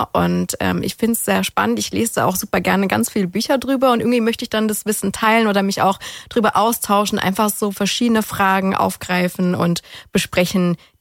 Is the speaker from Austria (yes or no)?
no; Ulm, Baden-Württemberg, Germany; now in Kornwestheim, Germany